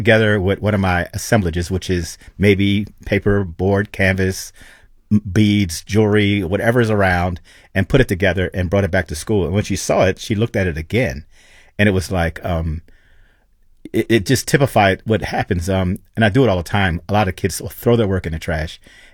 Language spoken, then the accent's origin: English; New Jersey, United States; I'm from New Jersey where we have beaches and boatwork and sand, but I like home and I like watching people tell stories.